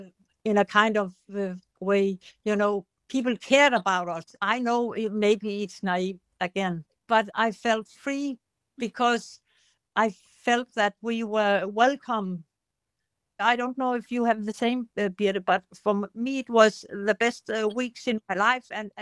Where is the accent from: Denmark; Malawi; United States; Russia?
Denmark; We come from Denmark